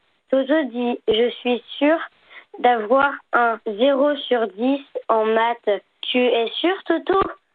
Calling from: Brittany, France; j'ai 8 ans, j'habite en Bretagne à côté de Redon

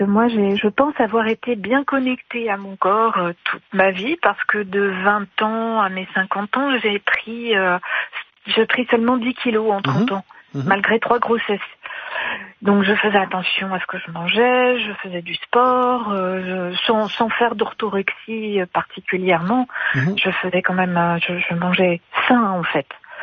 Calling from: Auvergne-Rhône-Alpes, France; Du Puy-de-Dôme.

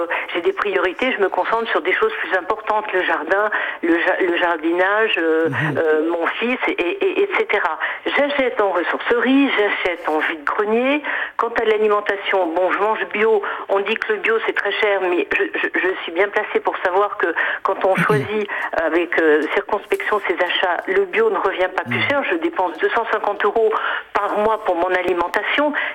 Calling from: La Rochelle, Nouvelle-Aquitaine, France; J'appelle de La Rochelle.

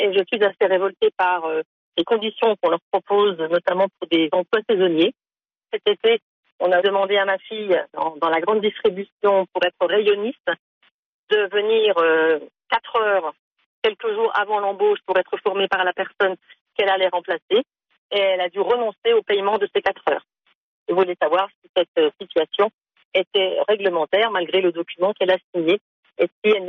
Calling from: Nancy, Grand Est, France; Bonjour Sandrine … de Nancy.

